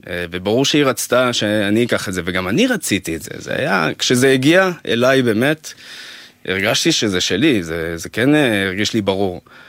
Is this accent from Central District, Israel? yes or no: no; Ramat Gan, Tel Aviv District, Israel; גדלתי ברמת גן, אז תנועת נוער וכל העניינים האלה זה... בצופים.